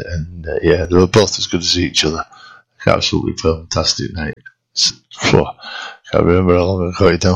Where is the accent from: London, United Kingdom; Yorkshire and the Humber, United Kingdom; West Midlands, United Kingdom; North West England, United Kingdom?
Yorkshire and the Humber, United Kingdom; Huddersfield; my hometown, Huddersfield.